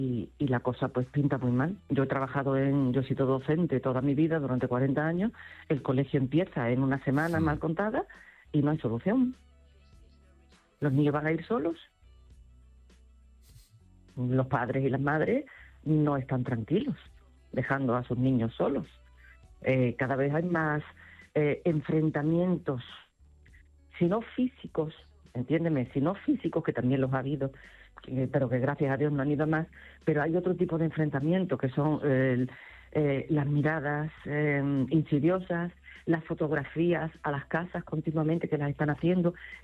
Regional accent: Ceuta, Spain; born there; now in Caldas de Reis, Spain; Yo digo los ceutis porque yo nací allí, pero que quede claro que mis padres fueron emigrantes gallegos allí y yo sigo siendo gallega, ¿vale? Por parte de padre y de madre. Y tengo aquí mi casa, que es donde estoy ahora, en Caldas de Rey, y mi familia. Y me siento igual de gallega que de ceutí.

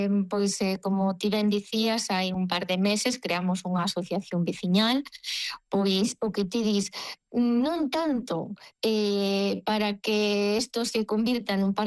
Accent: Outeiro de Laxe, Galicia, Spain; Pois, bueno, como ti ven establecindo, a miña aldea é Outeiro de Laxe, ubícase no concello de Allariz, a 8 kilómetros, na parroquia de Santa Mariña de Augas Santas

